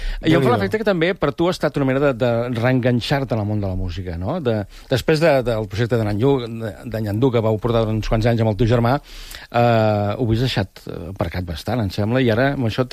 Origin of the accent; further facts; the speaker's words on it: Manlleu, Catalonia, Spain; now in Vallès, Spain; jo soc del Planalt de Vic, ja ho saps, soc de Manlleu, i visc al Vallès